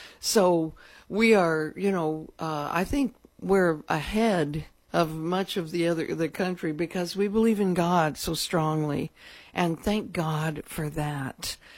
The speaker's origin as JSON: {"language": "English", "region": "California", "country": "United States", "tie": "born or raised there", "lives_now": "Tahlequah, United States", "said": "I grew up in California, surrounded by 11 million people, and I was one that couldn't wait to get away from that."}